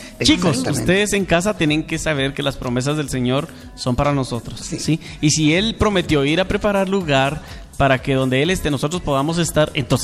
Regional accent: Guatemala; expresiones que utilizamos nosotros acá en Guatemala

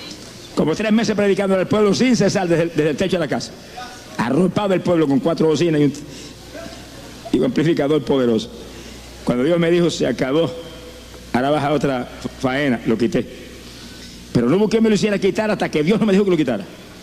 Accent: Camuy, Puerto Rico; born or raised there

